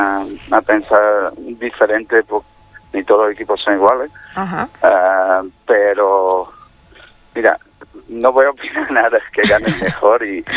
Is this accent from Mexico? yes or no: no; Portugal; Spanish is a second language; now in Badajoz, Spain